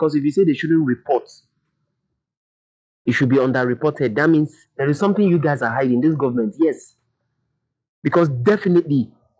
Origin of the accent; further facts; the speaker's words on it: Nigeria; our right as Nigerian citizens of the country